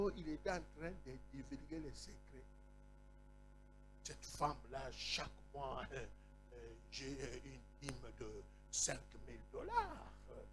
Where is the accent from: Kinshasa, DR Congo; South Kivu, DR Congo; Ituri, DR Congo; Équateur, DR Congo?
Kinshasa, DR Congo; Aujourd'hui, chez nous, à Kinshasa, moi je suis de Kinshasa